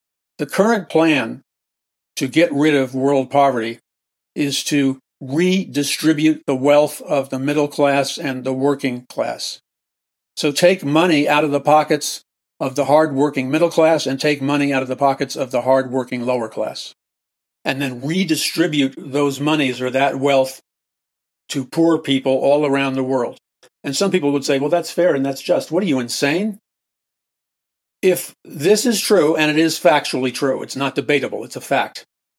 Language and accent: English; New York City, New York, United States; but I heard it a lot growing up in New York City.